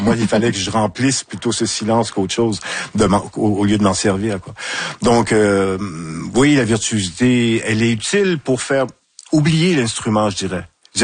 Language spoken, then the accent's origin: French; Saguenay, Quebec, Canada; born or raised there